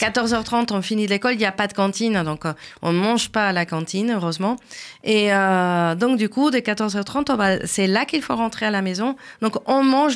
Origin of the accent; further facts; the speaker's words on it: Mexico City, Mexico; moved away; Moi, je viens de Mexico, donc ce n'est pas une ville qui est connue pour être très chaude. Mmh. On est en altitude, donc c'est une ville tempérée.